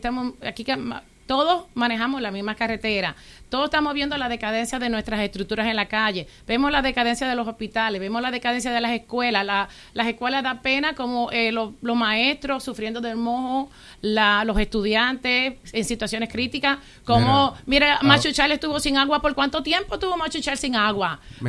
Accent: Dominican Republic; also born or lived in St. Croix, US Virgin Islands; now in US Virgin Islands; como todos saben que yo soy dominicana, half dominicana, half crucian, mitad dominicana, mitad crucian.

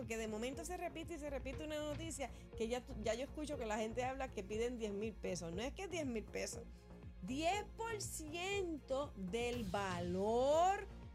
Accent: Patillas, Puerto Rico; En mi pueblo, Patillas, dice, hay un dicho que dice que con lo que a mí nada me cuesta, yo hago fiesta.

